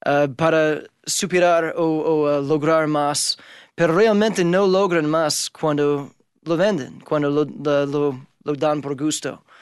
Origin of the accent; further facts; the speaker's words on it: United States; Spanish is a second language; cuando digo que soy de Utah o Los Ángeles o algo, después me preguntan cómo aprendí español y todo eso